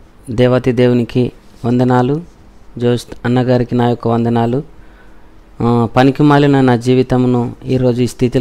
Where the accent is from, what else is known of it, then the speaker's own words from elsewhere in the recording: Sirikonda, Telangana, India; మాది నిజామాబాద్ జిల్లా చిన్నవాల్గూడ్ సిరికొండ మండల్.